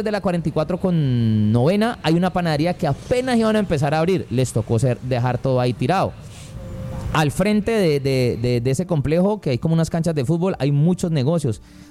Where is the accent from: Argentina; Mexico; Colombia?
Colombia; Cali, Valle del Cauca; como caleños apoyemos a los caleños